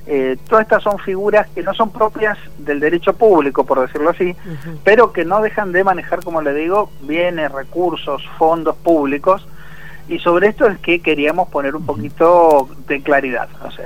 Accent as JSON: {"language": "Spanish", "region": "Mendoza", "country": "Argentina", "said": "los dueños somos los mendocinos"}